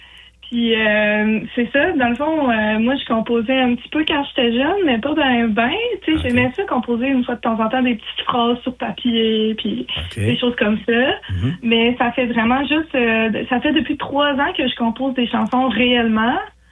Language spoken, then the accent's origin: French; Mont-Joli, Quebec, Canada; Ouais, je viens de Mont-Joli. C'est là que j'ai été élevée, puis avec ma famille, mes sœurs, puis tout ça.